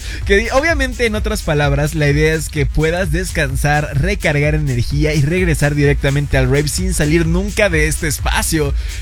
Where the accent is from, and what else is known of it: Mexico